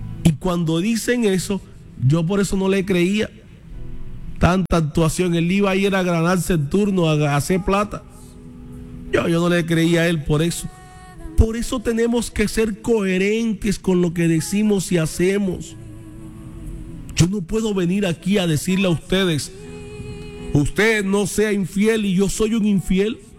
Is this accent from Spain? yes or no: yes; Arjona, Andalusia, Spain; Yo crecí en una calle en Arjona, donde en mi casa había una señora que se congregaba en la iglesia.